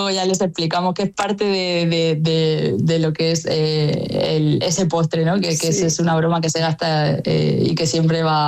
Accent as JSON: {"language": "Spanish", "region": "Region of Murcia", "country": "Spain", "said": "las 11 personas que formamos parte del equipo que toman las decisiones y demás, sí que somos murcianos"}